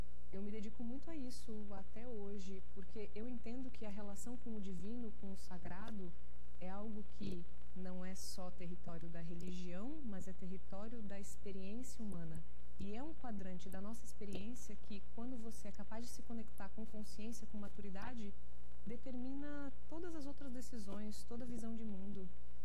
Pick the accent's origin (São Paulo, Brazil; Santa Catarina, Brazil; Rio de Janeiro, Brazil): Santa Catarina, Brazil; Florianópolis; born there; also born or lived in Ijuí, Rio Grande do Sul, Brazil; eu saí da cidade onde eu nasci com a minha mãe, fui morar em Floripa. Eu nasci em Ijuí, eu passei minha adolescência em Florianópolis